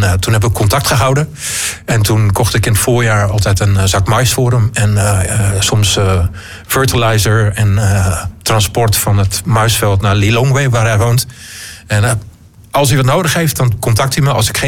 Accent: Loppersum, Groningen, Netherlands; Ja, en ik ben punker uit Loppersum, hè.

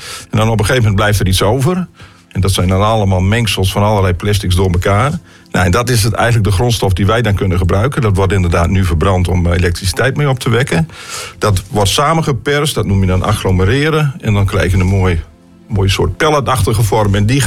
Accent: Groningen, Netherlands; Ik kom zelf uit Buffalo, uit van het Hoge Land.

